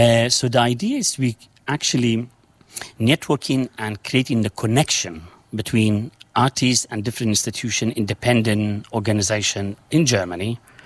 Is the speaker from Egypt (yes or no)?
no; Sulaymaniyah, Kurdistan Region, Iraq; English is a second language; moved away as an adult; now in Sweden; I'm from Bashur in Kurdistan, in the city of Slimani. I born there, I grew up, I studied music, I studied violin, and then I moved to Sweden in 2002